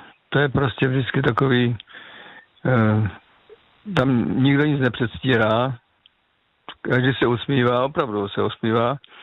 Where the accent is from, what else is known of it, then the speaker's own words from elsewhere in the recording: Moravian Slovakia, Czechia; já pocházím z Moravského Slovácka a tam jsme vlastně byli 3 generace babičky, rodiče a my kluci jako